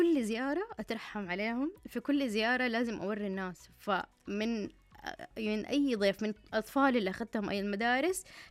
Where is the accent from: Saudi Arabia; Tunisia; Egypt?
Saudi Arabia; عندنا في السعودية